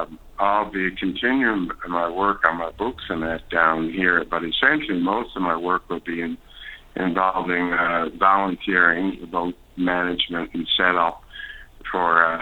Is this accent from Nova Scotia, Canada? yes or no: no; Placentia, Newfoundland and Labrador, Canada; So I've established the area of land in my hometown, Point Placentia, very beautiful by the ocean